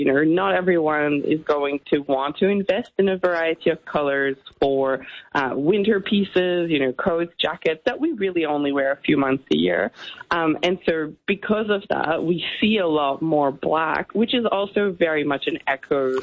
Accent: Montreal, Quebec, Canada; also born or lived in New York; now in Australia; I'm French Canadian, but I am Aussie now

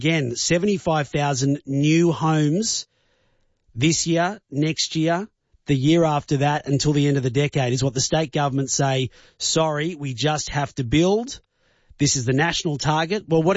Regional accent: Sydney, New South Wales, Australia; I've lived in Sydney my entire life. I grew up near Parramatta.

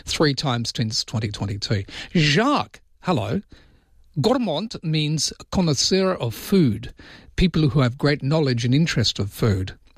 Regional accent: Mauritius; I'm originally from Mauritius.

